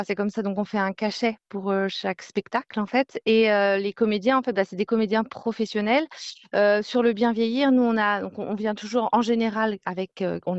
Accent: Normandy, France; born or raised there

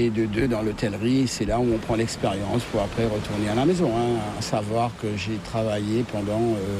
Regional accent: Mauritius; Oui, je suis mauricien.

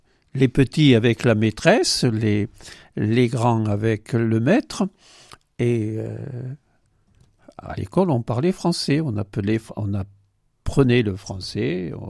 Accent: Saint-Amand, France; first language Occitan; je suis de Saint-Amand, et quand j'étais enfant à Saint-Amand, tout le monde, ou presque, parler occitan.

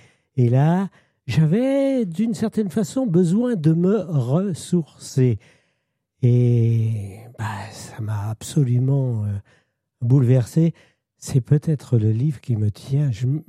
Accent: Pays de la Loire, France; à des années-lumière de ce qui se vivait il y a, disons, à peine 100 ans, moins de 100 ans même, chez nous, en Vendée.

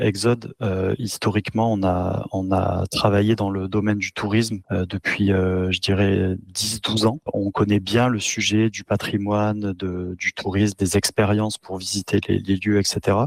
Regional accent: Montpellier, Occitanie, France; même les fondateurs, Eric et moi, on est même natifs de Montpellier.

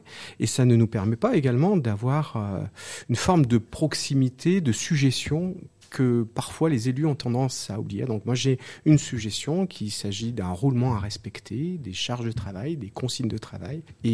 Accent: Firminy, Auvergne-Rhône-Alpes, France; j'ai 55 ans bientôt. J'ai grandi à Firminy-Vert, une ville qui a toujours mon attrait

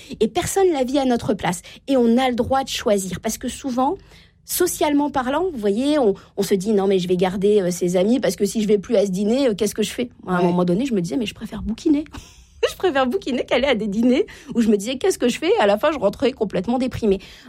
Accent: Normandy, France

